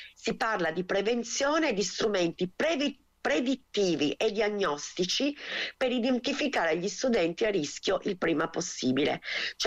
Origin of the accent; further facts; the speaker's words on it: Turin, Piedmont, Italy; qui a Torino, io sono di Torino